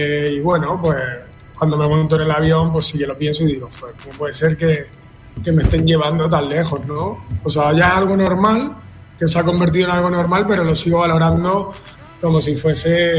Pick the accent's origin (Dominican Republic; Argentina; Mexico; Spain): Spain; Cáceres province, Extremadura; Es una zona que está, es un pueblo que está, la provincia se llama Cáceres, la región Extremadura.